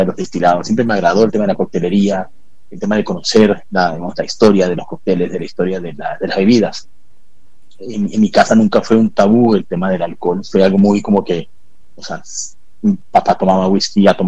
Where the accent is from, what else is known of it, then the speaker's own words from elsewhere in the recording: Peru; also born or lived in England / Ecuador / Colombia; Yo soy inglés de nacimiento.